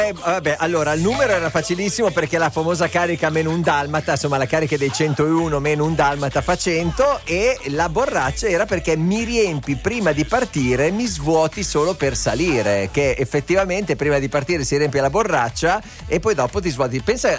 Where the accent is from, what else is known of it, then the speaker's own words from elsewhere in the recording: Ferrara, Emilia-Romagna, Italy; è vicina anche la mia Ferrara